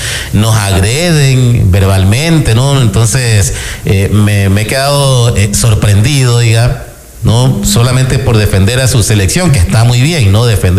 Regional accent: Ecuador; sino que nos denigran y nos atacan a nosotros como país, como Ecuador, como ecuatorianos, ¿no?

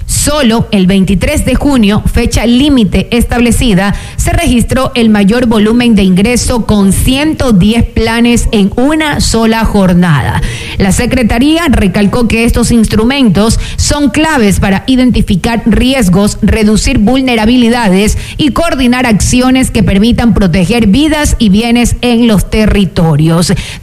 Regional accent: Ecuador; Como buen ecuatoriano, todo dejamos a última hora

